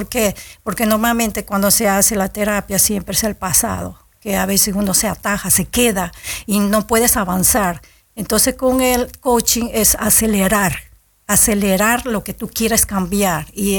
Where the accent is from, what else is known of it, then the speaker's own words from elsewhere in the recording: Peru; moved away; Yo salí de Perú con $100, una mochila y mi Biblia.